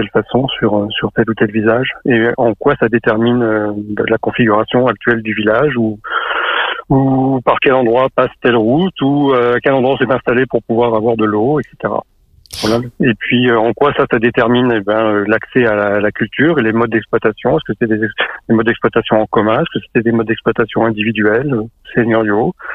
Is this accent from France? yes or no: yes; Vichy, Auvergne-Rhône-Alpes, France; also born or lived in Bayet (Val de Sioule area); moi, je suis natif de Vichy, mais ma famille était originaire de Bayeux, donc j'ai grandi en partie là-bas.